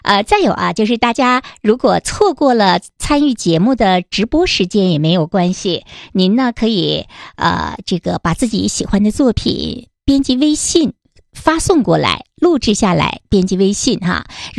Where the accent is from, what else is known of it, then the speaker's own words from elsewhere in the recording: Changchun, Jilin, China; 我们长春人